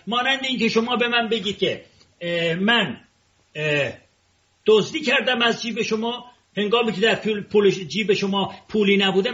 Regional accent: Tehran, Tehran Province, Iran; که من اردبیلی هستم، در تهران بزرگ شدم من اردبیلی هستم

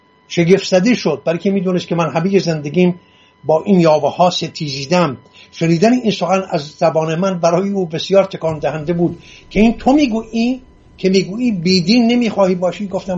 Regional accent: Iran; first language Assyrian Neo-Aramaic; Persian is a second language; من آشوری تبار هستم، آشوری زاده هستم، از آشوری های ایران، یک تبار بسیار بسیار کهن ایرانی

